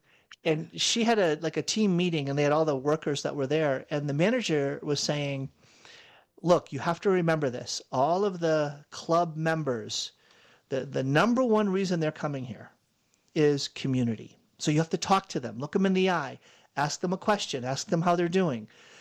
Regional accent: Boston, Massachusetts, United States; Humidity, growing up in Boston, humidity was horrific.

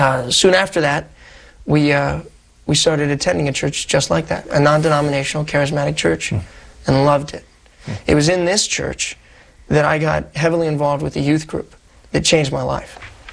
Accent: Columbus, Ohio, United States; Born and raised in Columbus, Ohio.

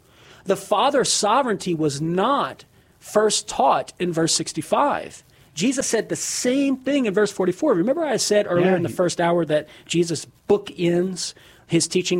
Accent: Louisiana, United States; from Southern Louisiana

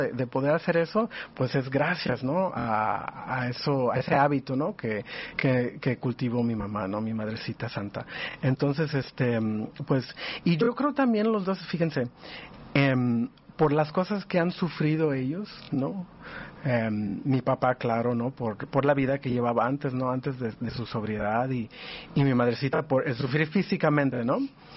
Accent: Los Angeles, California, United States; crecí en Los Ángeles

